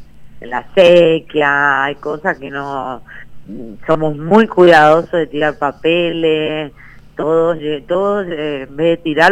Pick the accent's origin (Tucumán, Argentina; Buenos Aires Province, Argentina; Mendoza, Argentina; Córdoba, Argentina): Mendoza, Argentina; moved away as an adult; Yo viví muchos años afuera, viví 25 años afuera, fui a los 18 y volví a los 40.